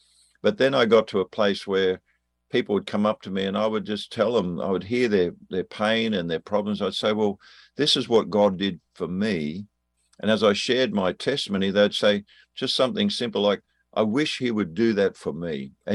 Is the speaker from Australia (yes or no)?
yes; Australia; accent: Australian; If you're wondering what the accent is, I'm an Australian.